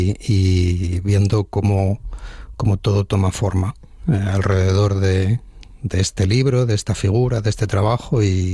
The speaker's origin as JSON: {"language": "Spanish", "town": "Oviedo", "region": "Asturias", "country": "Spain", "tie": "born there", "lives_now": "Lena, Spain", "said": "yo soy nacido en Oviedo, pero resido en Lena"}